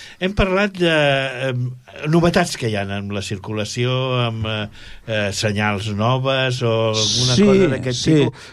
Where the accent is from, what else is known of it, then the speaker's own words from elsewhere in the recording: Barcelona, Catalonia, Spain; moved away as an adult; now in Tordera, Spain; 8 anys, potser que estic aquí a Tordera, però, esclar, jo sóc de Barcelona.